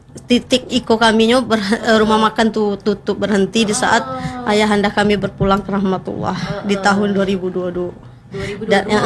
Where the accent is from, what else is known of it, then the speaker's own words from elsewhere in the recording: West Sumatra, Indonesia; now in Bengkulu, Indonesia; Kami ini adalah aslinya orang Minang